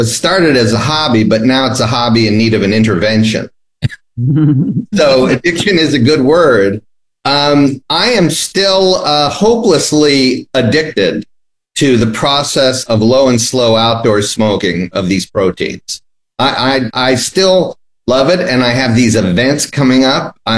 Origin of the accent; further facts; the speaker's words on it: Ohio, United States; moved away; I grew up in Ohio, middle of Ohio